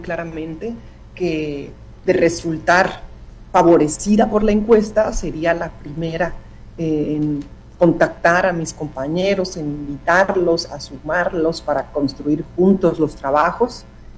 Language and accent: Spanish; Mexico